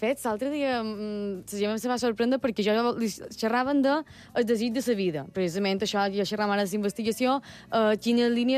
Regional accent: Manacor, Balearic Islands, Spain; De Manacor, crec que se nota.

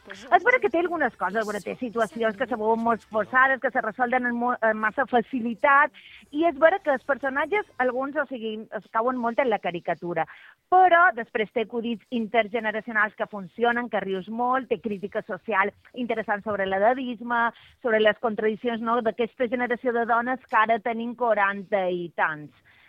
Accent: Porto Cristo, Balearic Islands, Spain; also born or lived in Deià; Estic a Porto Cristo, que són les festes del Carme, en el meu poble.

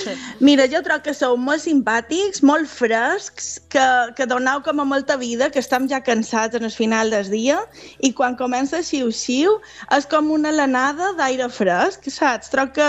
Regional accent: Magaluf, Balearic Islands, Spain; de Magaluf, jo som la banderada de Magaluf sempre per tot.

